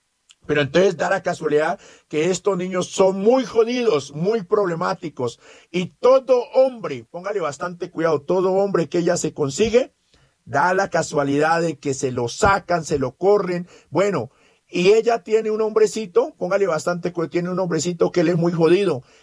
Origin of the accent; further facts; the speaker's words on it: Nariño, Colombia; Yo soy de acá, de la Sierra Nariño, Conocí una chica, yo tengo en este momento, tengo 50 años de edad